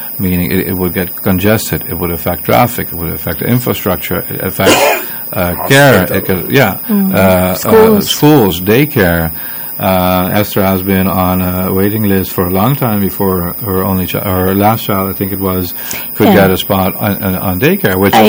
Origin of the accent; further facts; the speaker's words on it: Bonaire, Caribbean Netherlands; also born or lived in Curacao; I grew up on Bonaire